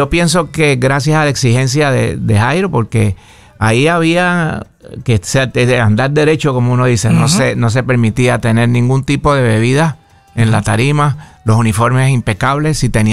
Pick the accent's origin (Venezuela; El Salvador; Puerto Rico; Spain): Puerto Rico; Bayamón; also born or lived in New York / Patillas; Yo soy bayamones. Yo nací en Nueva York.